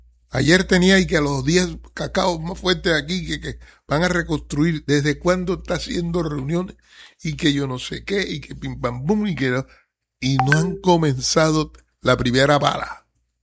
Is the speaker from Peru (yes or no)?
no; Colombia; esa es la tristeza más grande que a uno como colombiano le da.